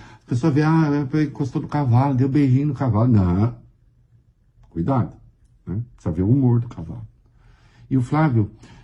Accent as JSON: {"language": "Portuguese", "region": "São Paulo", "country": "Brazil", "said": "Coisa de caipira. Interior de São Paulo. Que nem eu, né?"}